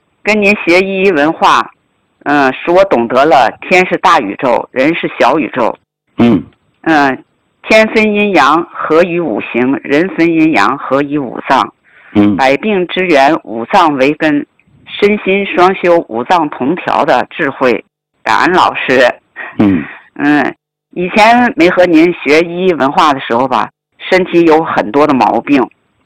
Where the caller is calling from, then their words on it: Tianjin, China; 我来自天津市津南区，津南区的一位学员， … 我出生在59年，农历是9月18